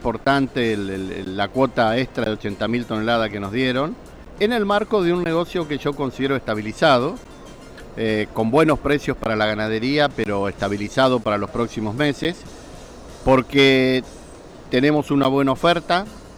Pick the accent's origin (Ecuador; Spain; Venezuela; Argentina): Argentina; nosotros como argentinos